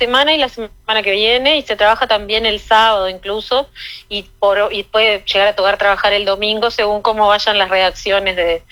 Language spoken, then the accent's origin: Spanish; Uruguay